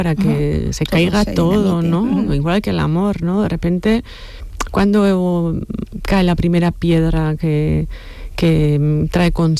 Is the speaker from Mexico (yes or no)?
no; Errenteria, Basque Country, Spain; Yo soy de Rentería